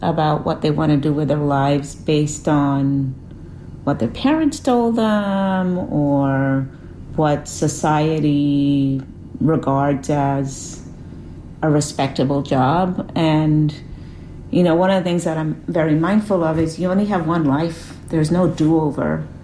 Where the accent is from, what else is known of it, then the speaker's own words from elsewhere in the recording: Puerto Rico; Growing up in Puerto Rico, as a child, I remember being singled out and called La Negrita in endearing ways from loved ones.